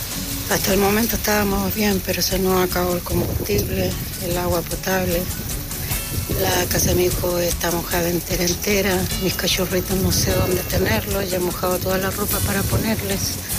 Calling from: Vallenar, Atacama, Chile; Soy de Vallenar.

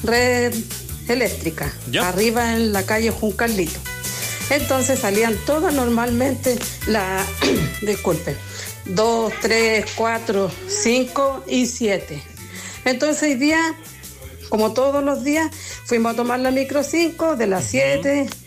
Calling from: Atacama, Chile

